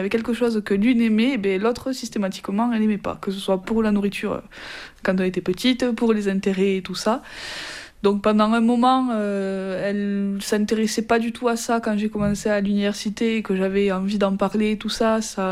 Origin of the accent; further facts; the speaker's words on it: Puylaurens, Occitanie, France; also born or lived in Toulouse; on a aménagé avec ma mère à Puylaurens, et donc depuis mes 4 ans, j'ai grandi et vécu à Puylaurens, et je reviens très régulièrement ici aussi, depuis que j'ai commencé à travailler à Toulouse